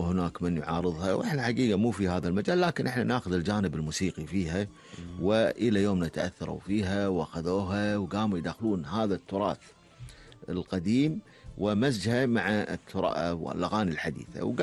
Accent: Kuwait; إحنا عندنا في الكويت

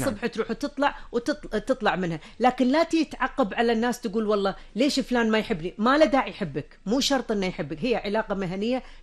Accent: Kuwait; التطوع مفتوح عندنا بالكويت في كل مكان

